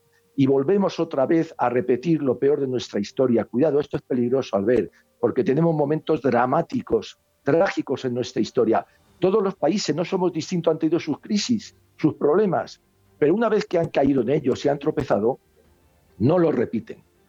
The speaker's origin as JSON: {"language": "Spanish", "country": "Spain", "said": "hay que reaccionar, somos los españoles otra vez los que tenemos que movernos."}